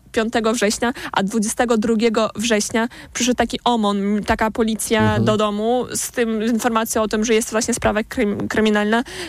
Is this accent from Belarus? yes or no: yes; Belarus; moved away as an adult; now in Poland; ja jestem z Białorusi, mam 2,5 godziny.